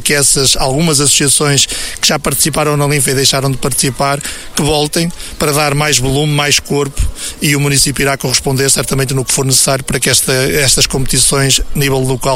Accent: Marco de Canaveses, Norte, Portugal; Claro que eu sou do Marco e dou os parabéns ao Grupo de Penhalonga

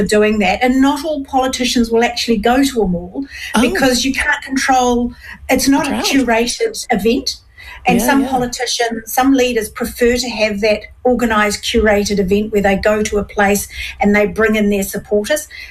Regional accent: New Zealand

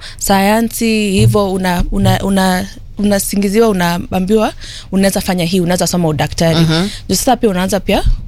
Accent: Nairobi, Kenya; also born or lived in Mwingi, Kitui; Na nilizaliwa humu Kenya, Nairobi. Lakini nyumbani kwetu ni Mwingi, Kitui. Huko njo tunapo wasili, alafu njo sasa nikaletwa nikasomea Nairobi. Sasa nilisoma Nairobi primary school.

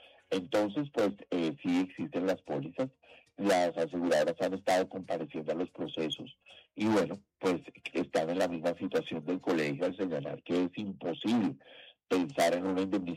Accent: Colombia; seguiremos siendo colombianos, seguiremos siendo colombianos.

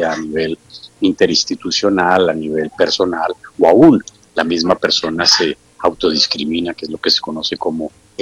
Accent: Colombia

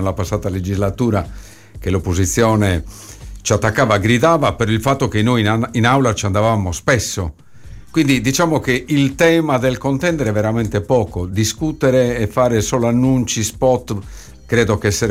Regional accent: Orosei, Sardinia, Italy; Orosei. Bassa Baronia. E quindi il cittadino normale ti chiede, ma cosa state facendo?

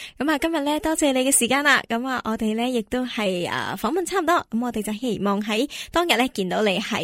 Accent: Hong Kong; now in Australia; 我作为香港人

